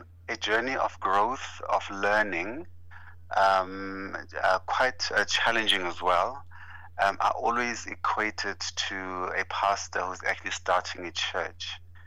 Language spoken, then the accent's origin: English; Limpopo, South Africa; Those are my clan names. And so that's my inheritance in terms of, you know, where I'm from. Born and bred in Limpopo in a small village called Sianda in Venda.